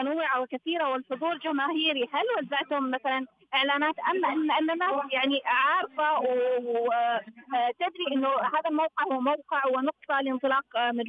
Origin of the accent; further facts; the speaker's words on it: Saudi Arabia; احنا كسعوديين